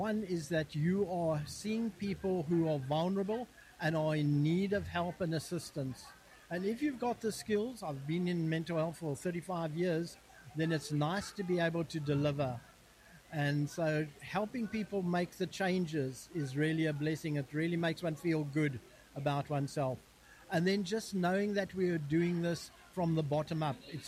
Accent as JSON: {"language": "English", "town": "Stalybridge", "region": "North West England", "country": "United Kingdom", "said": "Hi there. I'm from Stalybridge, and we work from St. George's Church on a Tuesday from 9 o'clock in the morning till 1."}